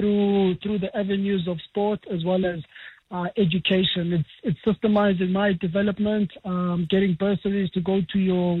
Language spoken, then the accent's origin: English; Cape Town, Western Cape, South Africa; as much as I grew up in Langa, I got the opportunity to go to a Cirque, to go to a St. David's later on.